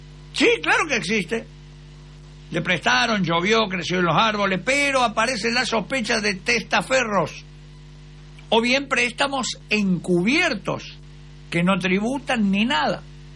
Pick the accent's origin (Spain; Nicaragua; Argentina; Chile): Argentina; nos hace mal como argentino.